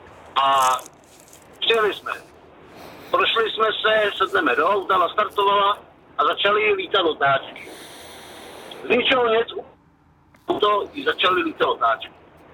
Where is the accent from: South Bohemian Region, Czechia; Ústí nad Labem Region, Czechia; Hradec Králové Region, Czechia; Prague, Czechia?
South Bohemian Region, Czechia; České Budějovice; třeba já jsem z Budějc, takže tady máte vlastně Lipno, Hněvko, vyrovnávačka ve Vyšáku, pak tam máte Hněvkovice, Kořensko, Orlík, a všichni jsou bez vody